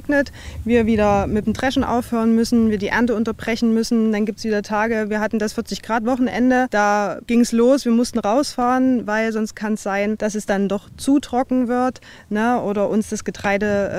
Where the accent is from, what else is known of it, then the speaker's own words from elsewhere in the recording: Saxony, Germany; 24 Jahre alt, gelernte Landwirtin. Und komme ursprünglich aus der Nähe von Torgau und bin jetzt hier im Heideservice Dahlen für die Saatgutveredelung zuständig.